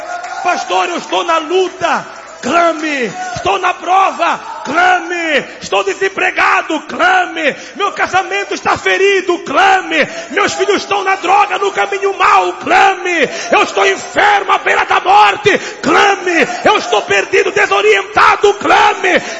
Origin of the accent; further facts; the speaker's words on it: Mozambique; Há uns anos, foi um pastor em minha terra, Moçambique, e ele era do Rio de Janeiro. Esse pastor chegou na minha terra e nós tínhamos vigília todo final de semana.